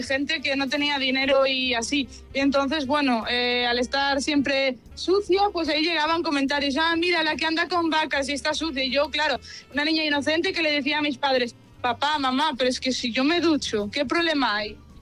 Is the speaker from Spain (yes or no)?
yes; Melide, Galicia, Spain; soy ganadera de vacún de carne. Trabajamos con IGP de ternera gallega suprema y somos del centrito de Galicia, de Melide, Coruña.